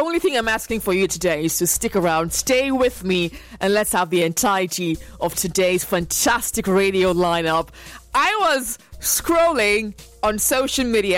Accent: Nigeria; It happened to me as a Nigerian.

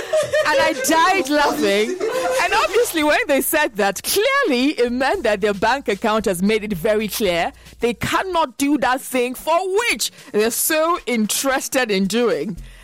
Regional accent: Nigeria

